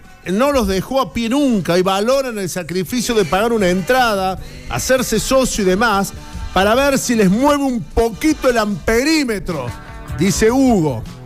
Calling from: Calchín, Córdoba, Argentina; de Calchín.

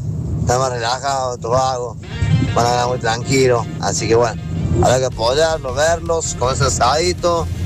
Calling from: Córdoba, Argentina

